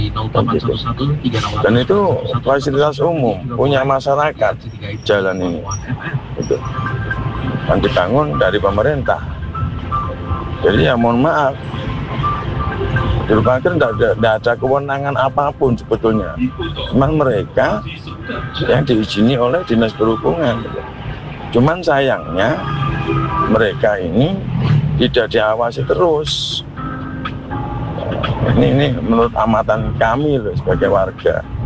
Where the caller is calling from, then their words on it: Malang, East Java, Indonesia; Kami sebagai warga Malang, Kota Malang ya